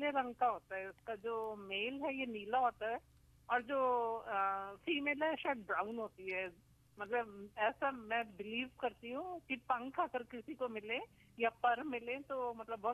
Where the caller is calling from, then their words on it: Nurpur, Himachal Pradesh, India; मैं बोल रही हूँ नूरपुर से, मेरा गांव है सुलियाली।